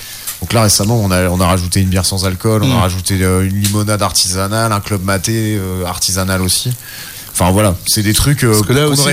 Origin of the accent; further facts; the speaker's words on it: Bourlon, Hauts-de-France, France; moved away; moi je suis de Bourlon, donc j'ai encore toute la famille là-bas et tout, j'y vais souvent